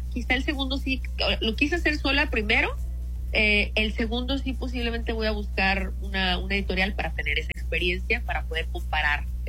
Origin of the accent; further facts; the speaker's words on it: Mexico; moved away as an adult; now in Germany; yo soy mexicana